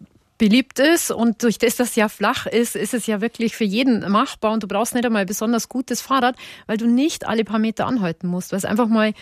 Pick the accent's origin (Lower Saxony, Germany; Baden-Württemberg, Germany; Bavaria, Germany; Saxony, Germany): Bavaria, Germany; Und für mich als Bayerin war es lustig, dass die Finnen gefragt haben, was eine Breze ist.